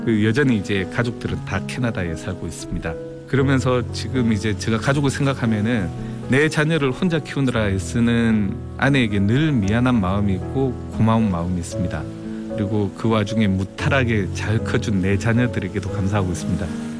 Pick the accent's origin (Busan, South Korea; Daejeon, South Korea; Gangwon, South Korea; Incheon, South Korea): Busan, South Korea; moved away; 제가 원래 고향이 부산이어가지고요.